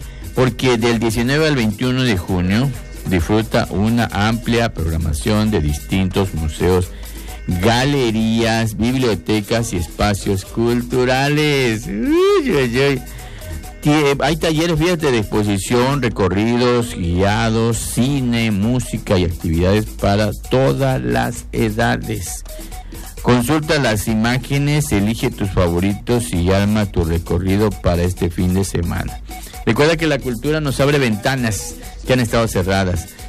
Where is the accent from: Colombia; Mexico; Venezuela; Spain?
Mexico; Tabasco; somos tabasqueños